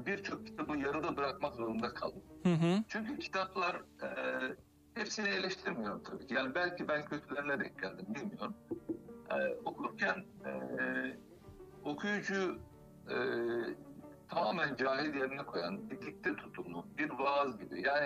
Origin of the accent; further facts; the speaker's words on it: Sakarya, Turkey; benim memleketimden Sakarya gelenim ben.